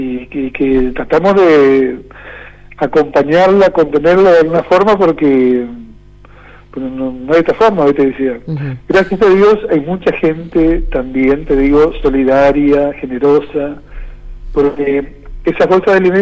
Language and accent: Spanish; Argentina; La Virgen de Luján, que es la patrona de nuestro pueblo argentino, y San Cayetano, que es uno de los santos más populares de nuestro pueblo argentino también.